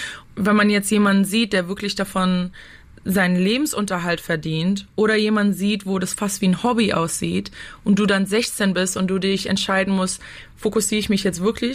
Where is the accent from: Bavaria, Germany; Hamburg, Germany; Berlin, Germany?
Berlin, Germany; muss meine Heimat zurücklassen. Ich meine, ich vermisse Berlin so sehr.